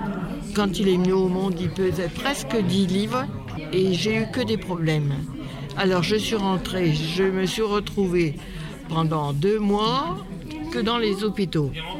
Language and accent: French; Lévignan, Hauts-de-France, France; now in Crépy-en-Valois, France; Je suis née à Lévignan. Je suis du cru. J'ai été communiée, baptisée, communiée, renouvelée, certificat d'études, tout à Lévignan.